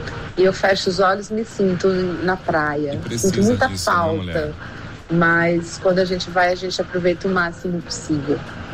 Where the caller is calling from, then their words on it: Campo Grande, Mato Grosso do Sul, Brazil; Eu falo de Campo Grande, Mato Grosso do Sul. Aqui não tem praia.